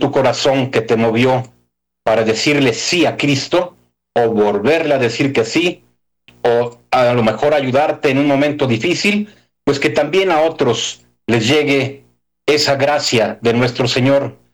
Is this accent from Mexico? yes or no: yes; Mexico; desde tantos lugares del mundo, muchos somos de México, otros de otros países